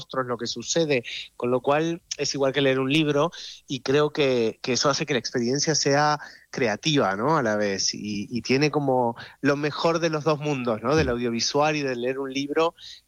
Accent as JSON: {"language": "Spanish", "country": "Argentina", "accent": "Argentine"}